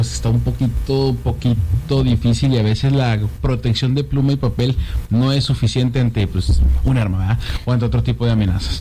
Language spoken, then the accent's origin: Spanish; Mexico